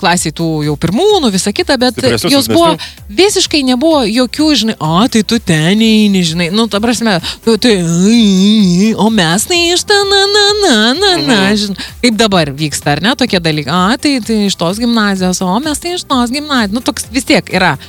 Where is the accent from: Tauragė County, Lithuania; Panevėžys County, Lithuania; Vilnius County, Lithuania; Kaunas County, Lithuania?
Panevėžys County, Lithuania; Panevėžys; gimtajame mieste Panevėžyje